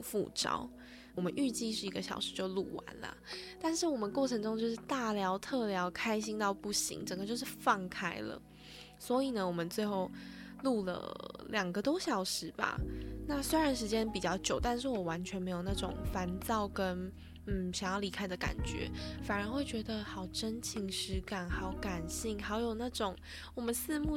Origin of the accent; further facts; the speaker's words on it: Kinmen County, Taiwan; 大家都知道我来自金门，这个小岛